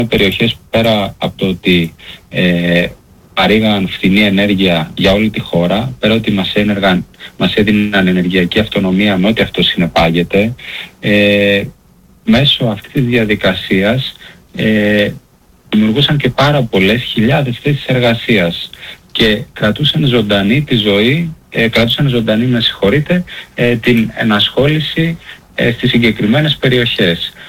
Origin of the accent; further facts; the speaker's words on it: Greece; εγώ ως Έλληνας Ευρωβουλευτής